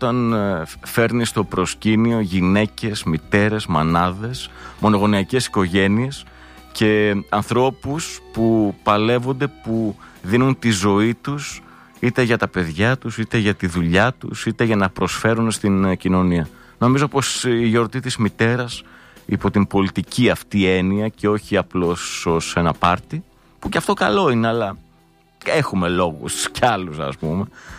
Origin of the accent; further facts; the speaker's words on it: Northern Greece, Greece; ως βορειοελλαδίτης δηλαδή, επιτρέψτε μονάχο μια λίγο παραπάνω οικειότητα με τις μπάντες της Θεσσαλονίκης και της Βορειοελλάδος.